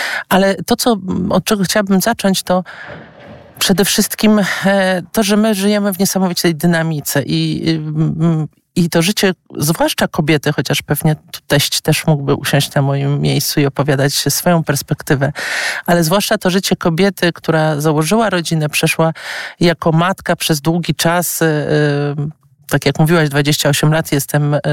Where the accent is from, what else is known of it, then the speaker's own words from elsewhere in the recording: Warsaw, Masovian Voivodeship, Poland; wychowałam się w rodzinie wielodzietnej, w dużym mieście w Warszawie, ale w rodzinie wielodzietnej.